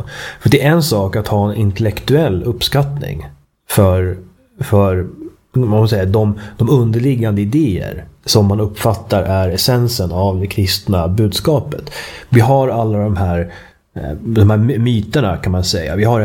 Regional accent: Sweden; för mig som svensk.

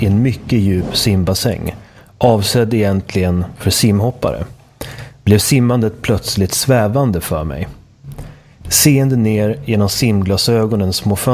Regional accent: Västmanland County, Sweden; Jag är också västmanlänning. Och du också, Boris. Va?

